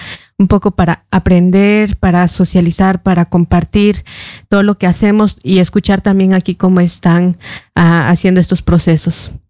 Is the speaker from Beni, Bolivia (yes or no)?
no; Cochabamba, Bolivia; yo vengo de Bolivia, específicamente del departamento de Cochabamba